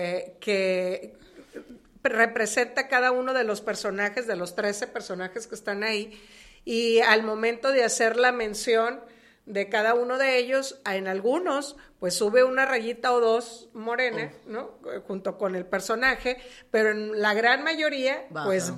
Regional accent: Ohuira, Sinaloa, Mexico; Yo de Ohuira.

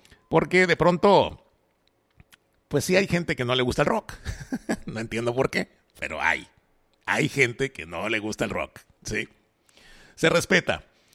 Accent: Monterrey, Nuevo León, Mexico; moved away as an adult; now in Los Mochis, Mexico; directamente de Monterrey, Nuevo León, ya con 9 años viviendo aquí en Los Mochis, ya con papeles sinaloenses, ya con la green card, obviamente sellada y oficializada de que ya soy también ciudadano sinaloense, pero soy regio.

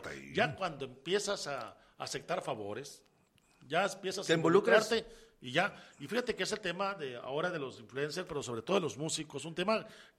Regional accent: Sinaloa, Mexico; Y eso del sombrero es un mensaje para quienes somos sinaloenses y conocemos, por lo menos de lejecitos, ¿no?

